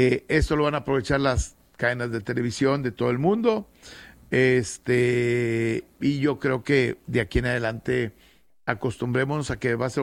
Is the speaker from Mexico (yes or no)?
yes; Mexico; Y creo que eso todavía nos va a arder más como mexicanos.